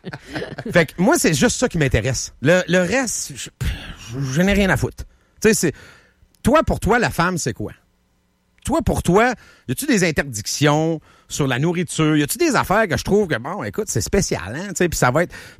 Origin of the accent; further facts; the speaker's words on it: Quebec, Canada; je viens d'une région du Québec.